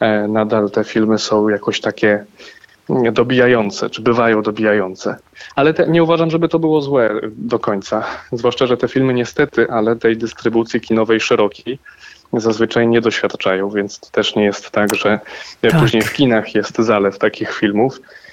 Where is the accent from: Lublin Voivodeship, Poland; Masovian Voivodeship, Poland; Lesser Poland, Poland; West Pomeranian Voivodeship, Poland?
Lublin Voivodeship, Poland; Lublin; bo pochodzę z Lublina